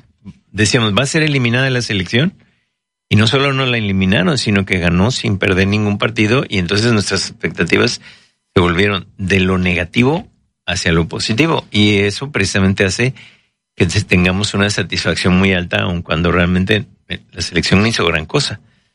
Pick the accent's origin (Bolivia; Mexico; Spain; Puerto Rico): Mexico; ese es el tipo de contradicciones que luego tenemos como mexicanos